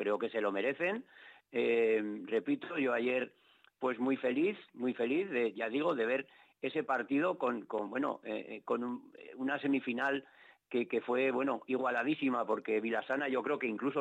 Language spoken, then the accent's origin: Spanish; Jaca, Aragon, Spain; otra localidad como Jaca, de donde soy